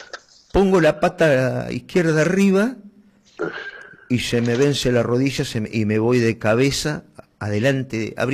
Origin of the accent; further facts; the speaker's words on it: Brandsen, Buenos Aires Province, Argentina; somos todos de Bransen